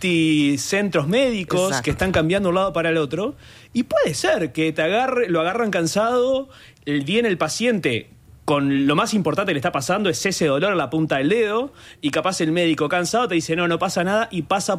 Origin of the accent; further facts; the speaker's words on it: Durazno, Uruguay; yo soy de Durazno